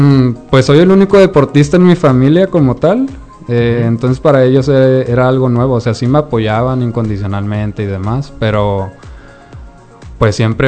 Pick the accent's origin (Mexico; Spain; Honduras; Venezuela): Mexico; Tepic, Nayarit; Yo soy de aquí, de Tepic, Nayarit. Nací en el 98